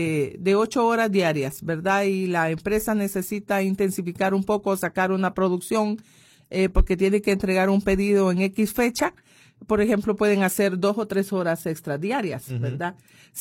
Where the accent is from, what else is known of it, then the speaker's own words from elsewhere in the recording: El Salvador; como decimos en buen salvadoreño